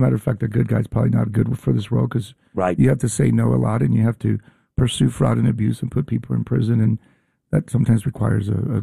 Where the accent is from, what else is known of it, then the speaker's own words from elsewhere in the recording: Cuba; now in New York, United States; I'm a poor kid from Cuba. My dad washed dishes and my mom cleaned houses.